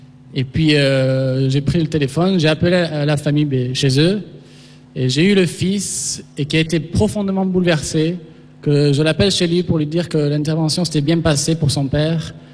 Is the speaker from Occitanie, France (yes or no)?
no; Bordeaux, Nouvelle-Aquitaine, France; je suis de Bordeaux, je suis infirmier en réanimation.